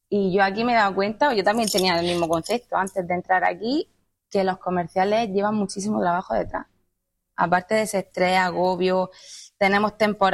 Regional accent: Almería, Andalusia, Spain; born there; also born or lived in Brussels, Belgium; Me vine bien jovencita porque mi madre se vino a trabajar aquí porque ya tenía a su madre aquí, mi abuela.

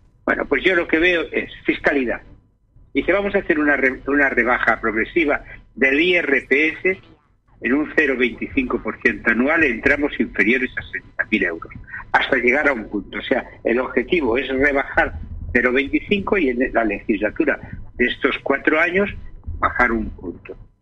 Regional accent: Catalonia, Spain; born there; siendo un catalán, nacido en Cataluña y gustándole Cataluña y queriendo a Cataluña

